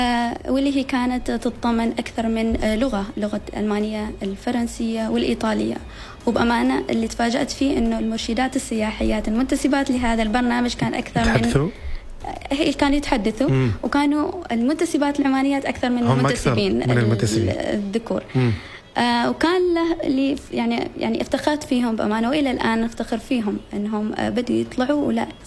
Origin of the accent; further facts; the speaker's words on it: Oman; نحن كشعب عماني عندنا التقاليد والثقافة شيء أساسي.